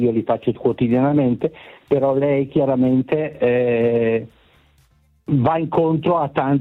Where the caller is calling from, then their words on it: Milan, Lombardy, Italy; Da Milano.